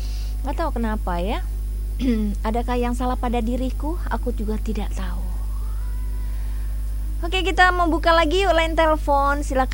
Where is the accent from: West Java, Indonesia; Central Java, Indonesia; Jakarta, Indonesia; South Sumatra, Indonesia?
South Sumatra, Indonesia; Palembang; Emang Mama tahu saya orang Palembang.